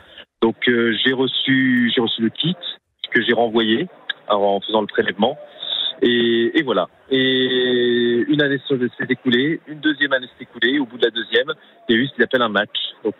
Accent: Auvergne-Rhône-Alpes, France; also born or lived in South Korea; je suis né en Corée du Sud, à une date qu'on ne connaît pas, avec plein d'informations qu'on malheureusement ne connaît pas. Et ce, malgré avoir été élevé dans une famille très aimante de Clermont-Ferrand, dans les alentours de Clermont-Ferrand

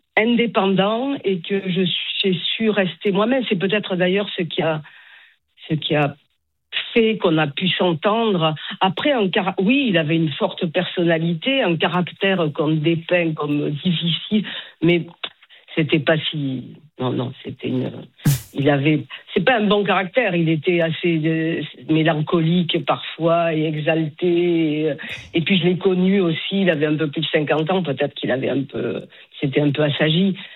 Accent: Toulouse, Occitanie, France; now in Paris, France; je suis toulousaine.

